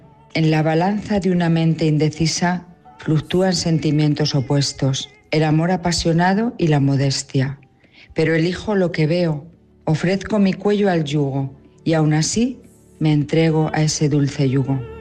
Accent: Madrid, Community of Madrid, Spain

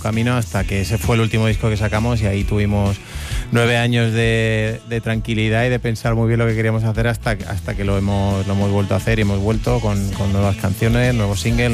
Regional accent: Cádiz, Andalusia, Spain; yo desde que salí de mi casa de Cádiz, siempre he estado rodeado de música

